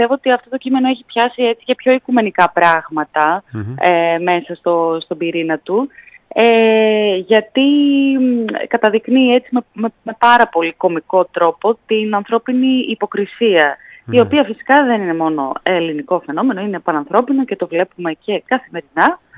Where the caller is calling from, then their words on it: Athens, Attica, Greece; σας μιλάω από την Αθήνα αυτή τη στιγμή